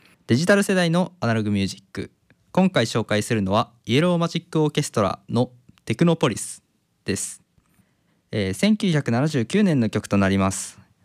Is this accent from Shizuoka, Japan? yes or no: yes; Shizuoka, Japan; 僕の出身は、静岡の出身で、上に、2つ上の、兄が1人います。